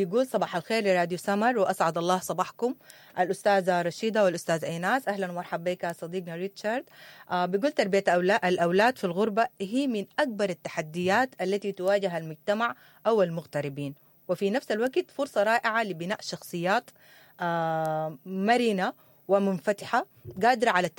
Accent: Sudan

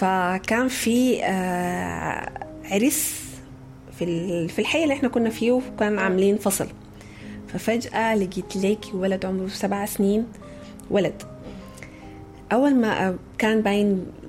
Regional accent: Sudan; كثير مننا كسودانيين

